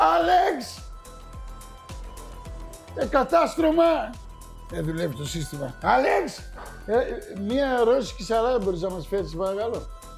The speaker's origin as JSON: {"language": "Greek", "town": "Thessaloniki", "region": "Central Macedonia", "country": "Greece", "tie": "born or raised there"}